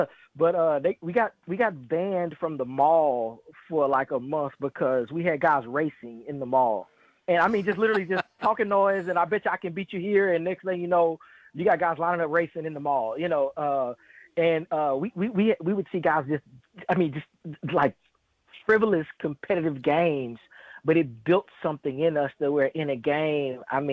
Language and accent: English; Dallas, Texas, United States; moved away; being a Dallas boy, I grew up born and raised in Dallas